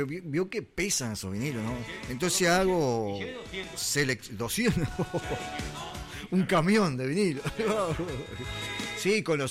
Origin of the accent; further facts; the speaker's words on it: Uruguay; los uruguayos somos así